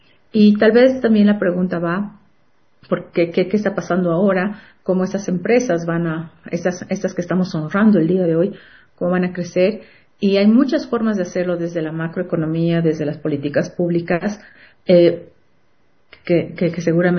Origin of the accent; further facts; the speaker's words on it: Bolivia; somos muchos bolivianos